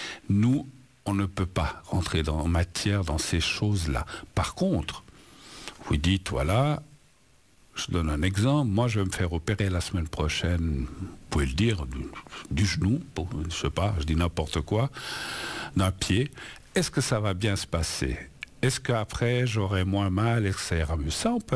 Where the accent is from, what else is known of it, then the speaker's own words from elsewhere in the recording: Spain; French is a second language; Alors, jusqu'à présent, de l'Espagne, de mon pays d'origine